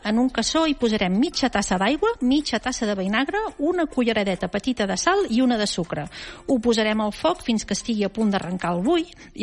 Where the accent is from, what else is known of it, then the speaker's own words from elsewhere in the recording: Girona, Catalonia, Spain; jo que sóc de Girona